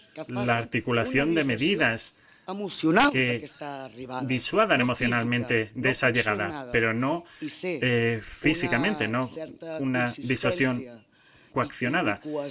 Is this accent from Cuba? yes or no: no; Catalonia, Spain; En mi país nos están dejando menores en la Plaza de Cataluña.